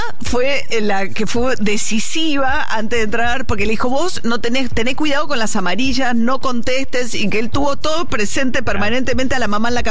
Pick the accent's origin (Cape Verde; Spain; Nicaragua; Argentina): Argentina; Somos todos hinchas, somos todos argentinos